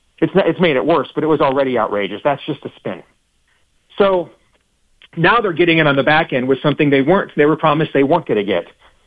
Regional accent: Iowa, United States

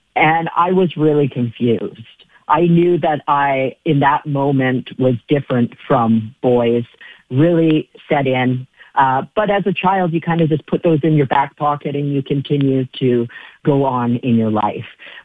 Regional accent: British Columbia, Canada; I was born in 1980, and I grew up in Vancouver, BC, Canada, on an island about 2 hours from Vancouver, downtown Vancouver, BC.

